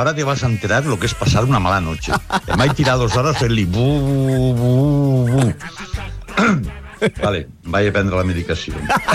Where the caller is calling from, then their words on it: Cerdanyola del Vallès, Catalonia, Spain; de Cerdanyola.